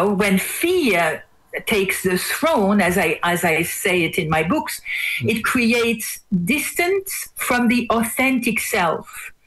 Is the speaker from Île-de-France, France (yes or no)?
no; Auvergne-Rhône-Alpes, France; now in Australia; So as my accent gives away, I am originally French. I was born near Switzerland, near Geneva. I worked for many years at the UN. And in my 40s, I moved to Australia, where I now live near Brisbane.